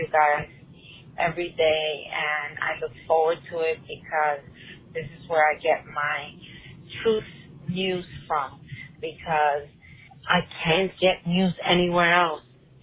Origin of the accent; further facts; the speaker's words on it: Pembroke Pines, Florida, United States; I am from Pembroke Pines, Florida